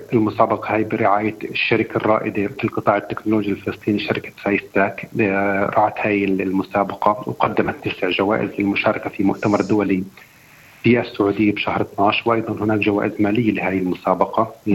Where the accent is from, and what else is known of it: Palestine